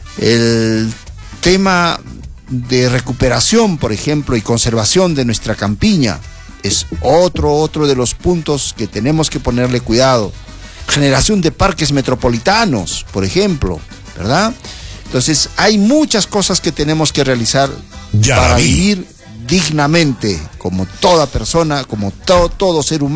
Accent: Arequipa, Peru; Esos son los desafíos que tenemos como arequipeños y arequipeñas y todos quienes vivimos en esta querida tierra.

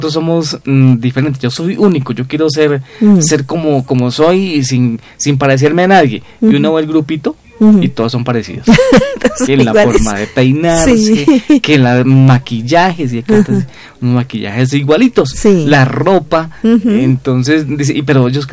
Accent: Cali, Valle del Cauca, Colombia; Cuando era niño en Cali

